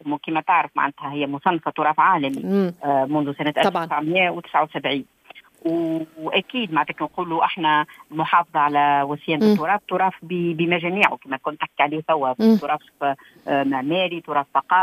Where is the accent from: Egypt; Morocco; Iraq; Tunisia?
Tunisia; واللي هما هذوما توا بلدي تونس مشكورة